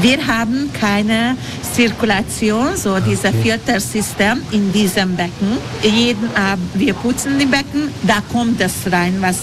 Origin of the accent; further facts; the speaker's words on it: Budapest, Hungary; German is a second language; aber bei uns in Ungarn, in Budapest, finden sie Ilice.